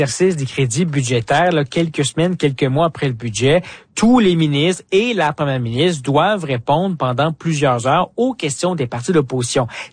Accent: Quebec, Canada; chez nous au Québec.

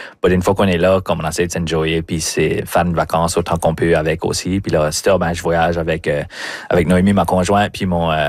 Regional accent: Cap-Pelé, New Brunswick, Canada; Moi, j'étais souvent à la Sandy Beach quand j'étais jeune à Capelé, passer du temps dans les plages là. Puis, ma famille, sur le bord de ma mère, ils ont tous des campers à la Sandy Beach.

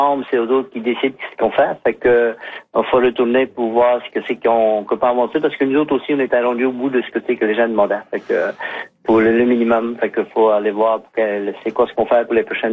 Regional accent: Îles de la Madeleine, Quebec, Canada; nous autres, on sait qu'on est de la Madeleine, on est insulaire, ça fait que ça coûte le coût de la vie coûte un peu plus cher.

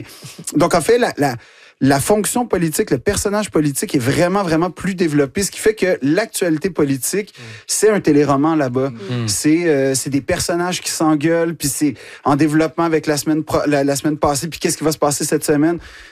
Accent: Quebec, Canada

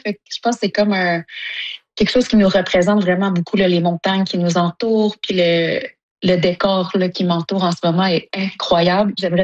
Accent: Sept-Îles, Quebec, Canada; born or raised there; moved away as an adult

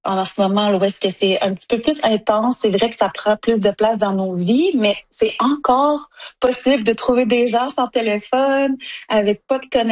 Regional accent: Sept-Îles, Quebec, Canada; born or raised there; moved away as an adult

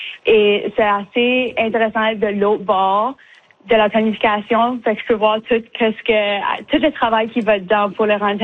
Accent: Bathurst, New Brunswick, Canada; moi, je suis née à Bathurst, j'ai grandi ici, fait toute ma vie

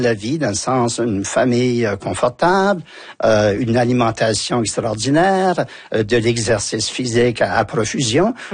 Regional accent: Saint-François, New Brunswick, Canada; Mais j'ai grandi dans le Haut-Madawaska, dans la région de Saint-François.

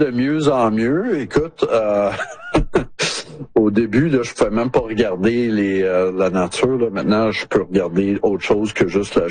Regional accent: Canada; ils m'ont demandé si je venais du Canada. Je dis ben oui

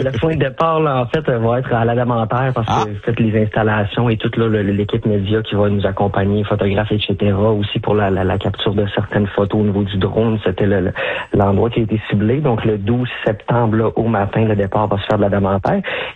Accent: Alma, Quebec, Canada; moved away as an adult; now in Quebec City, Canada; sur notre région administrative, sur notre ville natale, donc Alma.

